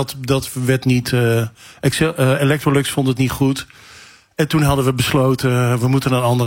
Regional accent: Rotterdam, South Holland, Netherlands; En ik kom uit Rotterdam-Kralingen.

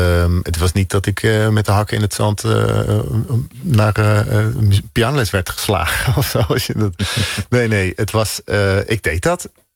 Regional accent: Zeeland, Netherlands; mijn ouderlijk huis in Oosterburg, dat lag tussen, het ligt nog steeds tussen Middelburg en Vlissingen, waar ik ben opgegroeid.

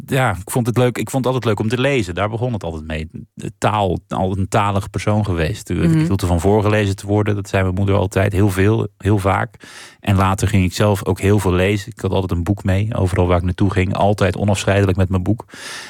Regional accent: Armenia; En ik was echt tot over mijn oren verliefd op een Turks meisje. Wat ook niet hielp, want er kwam een soort loyaliteitskwestie van... ik ben Armeens, mag ik dit wel, kan ik dit wel?

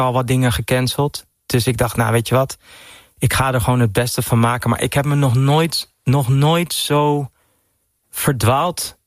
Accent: Netherlands; also born or lived in Dominican Republic; Als ik daar ben, denk ik, ik ben echt een Nederlander.

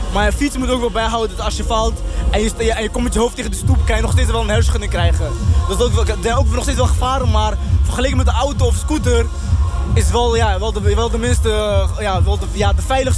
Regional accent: Utrecht, Netherlands; We komen uit Utrecht.

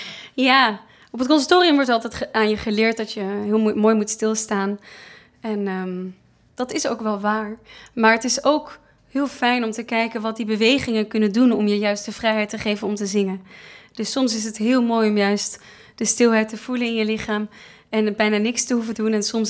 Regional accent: Amsterdam, North Holland, Netherlands; Ik ben een echte Amsterdamse, dus ik ben opgegroeid met het Grachtenfestival.

